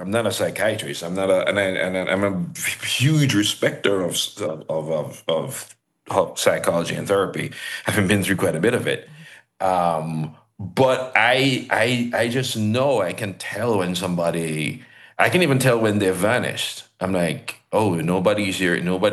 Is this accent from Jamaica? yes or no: yes; Jamaica